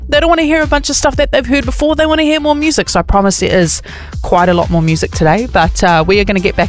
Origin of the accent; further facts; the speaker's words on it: Northland, New Zealand; We're both from Ngāti Kuri, what do we say? Mātou.